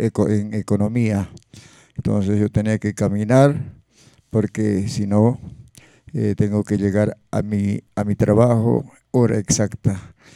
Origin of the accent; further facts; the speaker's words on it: Peru; en el Perú que vivimos estamos todos igual